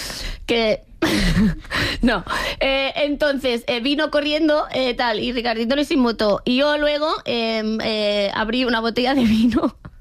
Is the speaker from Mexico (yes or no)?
no; Catalonia, Spain; Yo bebo agua porque soy catalana, ¿vale?